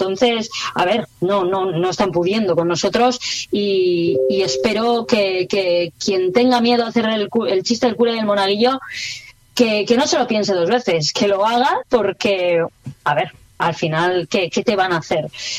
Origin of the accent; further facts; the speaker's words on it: Basque Country, Spain; yo soy una mujer, soy vasca, soy feminista, soy transfeminista, soy atea, radicalmente atea